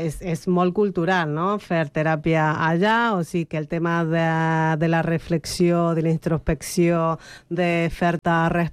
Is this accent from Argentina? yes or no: yes; Argentina; Catalan is a second language; now in Catalonia, Spain; com saben que soc argentina